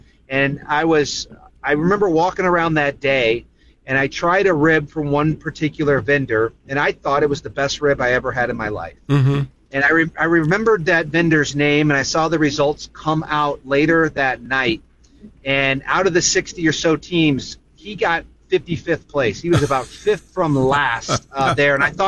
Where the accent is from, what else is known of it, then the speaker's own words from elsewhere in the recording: St. Louis, Missouri, United States; I'm originally from Missouri. I'm 50 years old, originally from St. Louis, and I grew up in St. Louis eating barbecue at a place called Bandanas, which is a regional spot.